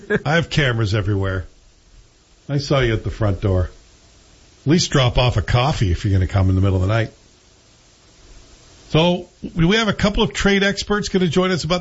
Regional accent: Canada

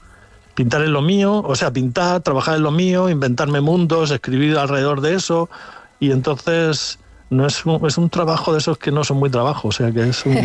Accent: Cartagena, Region of Murcia, Spain; yo quería seguir en Cartagena.

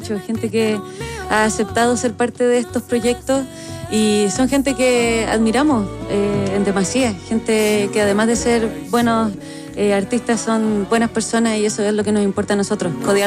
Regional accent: Punta Arenas, Magallanes and Chilean Antarctica, Chile; moved away as an adult; now in Santiago, Chile; yo soy de Punta Arenas. Llegué a Santiago hace un par de años

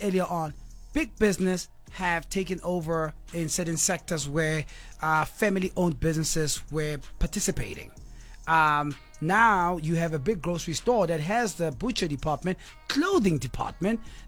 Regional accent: Sharpeville, Gauteng, South Africa; I'm from Sharpeville.

